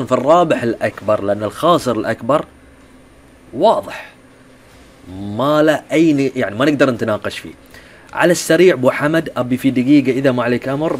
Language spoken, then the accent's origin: Arabic; Bahrain